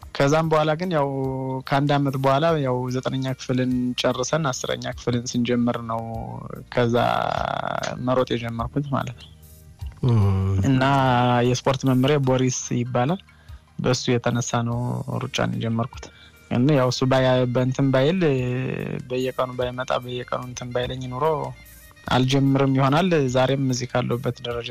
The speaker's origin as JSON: {"language": "Amharic", "town": "Gondar", "region": "Amhara", "country": "Ethiopia", "tie": "born or raised there", "moved": "yes", "lives_now": "Israel", "said": "በመጀመሪያ ጎንደር ነው ተወልጄ ያደግኩት። ያው ጎንደር ስኖር ስለ ሩጫም አለምም ስለ ስፖርት አለም ምንም ነገር የምናውቀው የለም።"}